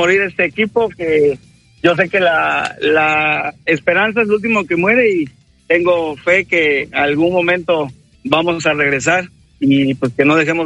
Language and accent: Spanish; Veracruz, Mexico; soy de Veracruz